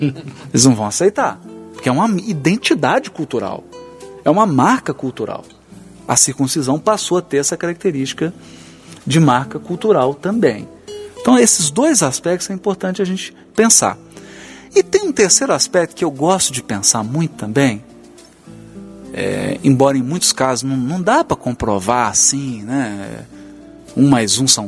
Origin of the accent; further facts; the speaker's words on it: Brazil; Uma marca cultural, como nós brasileiros temos, né?